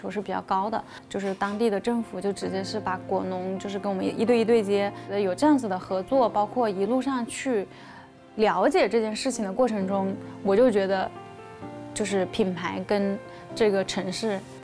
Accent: Hunan, China

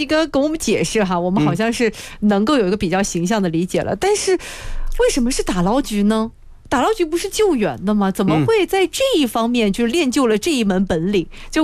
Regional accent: Guangzhou, Guangdong, China

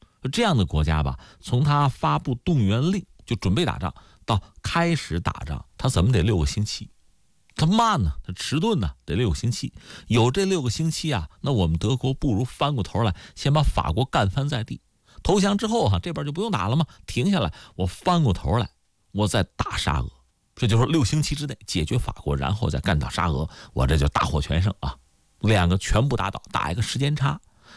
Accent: China; 咱们中国人

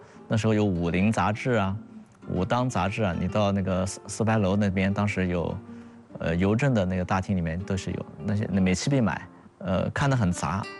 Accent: Hefei, Anhui, China; 我是出生在安徽大学，我是安大子弟

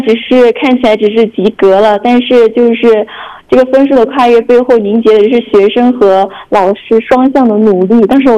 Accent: southern China, China; moved away as an adult; 我今年22岁，和他们刚上初一的孩子就是差个8、9岁，加上我是南方人，长得就有点矮

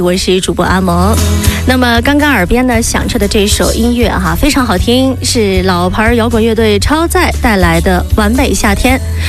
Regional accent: China

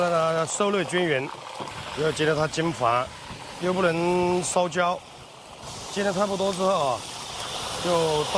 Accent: Hunan, China; 我们湖南人本来就喜欢吃辣嘛

